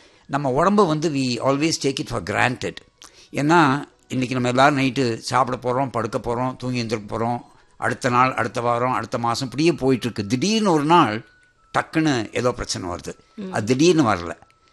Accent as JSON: {"language": "Tamil", "town": "Tiruchirappalli", "region": "Tamil Nadu", "country": "India", "tie": "born there", "also_born_or_lived": "Palakkad district, Kerala (ancestral)", "said": "திருச்சியில் ஸ்கூலிங் படித்தேன்"}